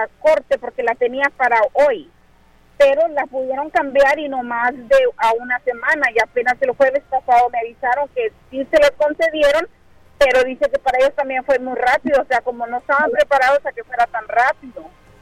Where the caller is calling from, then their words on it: Rio Grande City, Texas, United States; Yo vivo en Río Grande City.